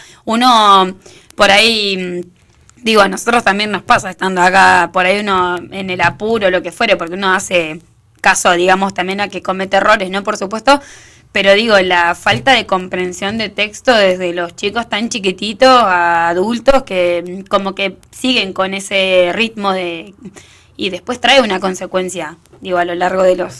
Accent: Perito Moreno, Santa Cruz, Argentina; born there; moved away; yo soy de Perito, ¿no? De un pueblo.

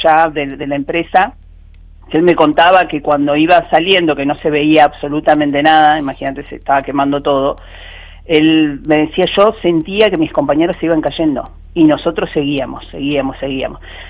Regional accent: Argentina; now in Río Turbio, Argentina; viste lo que somos los argentinos.

